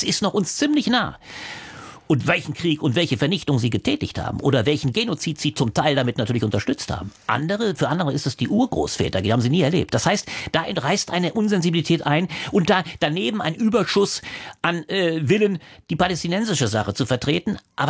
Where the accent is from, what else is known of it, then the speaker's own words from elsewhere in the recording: Germany; Und als Deutscher, meine ich, ist man nochmal dazu gehalten, zurückgehalten zu sein.